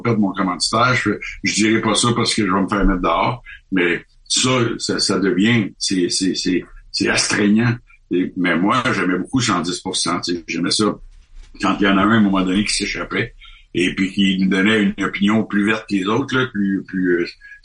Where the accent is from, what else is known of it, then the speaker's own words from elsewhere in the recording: Canada; moi, je dis, écoutez, moi, je suis du Canada, je suis ici passage